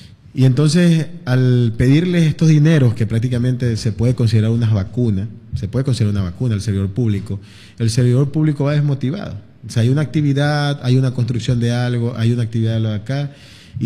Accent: Jaramijó, Manabí, Ecuador; born there; soy un hijo nacido de Jaramijó

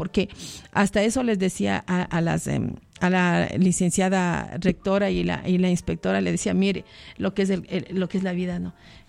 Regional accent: Calacalí, Pichincha, Ecuador

